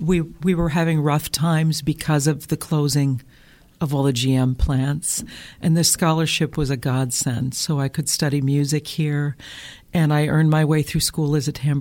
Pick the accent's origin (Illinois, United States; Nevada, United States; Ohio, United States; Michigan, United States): Michigan, United States; Flint; I grew up in Flint, Michigan.